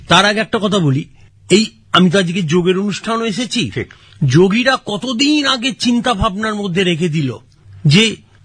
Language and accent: Bangla; Bhandarhati, West Bengal, India; আমি গ্রামের ছেলে, গ্রামের নাম ভান্ডারাটি, হুগলি জেলার।